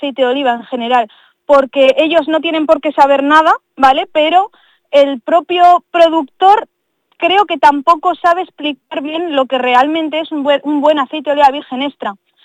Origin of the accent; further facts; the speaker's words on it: Escatrón, Aragon, Spain; Yo realmente soy de Escatrón, en Escatrón no tenemos ni panadería ya, que es una lástima.